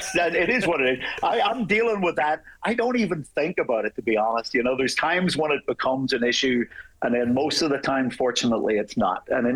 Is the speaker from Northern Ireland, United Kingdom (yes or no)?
yes; Belfast, Northern Ireland, United Kingdom; moved away as an adult; also born or lived in Lisburn; now in United States; when I grew up in Belfast.